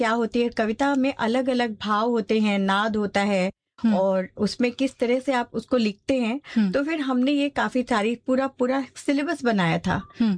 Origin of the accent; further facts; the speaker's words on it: Mumbai, Maharashtra, India; मैं बॉम्बे से हूँ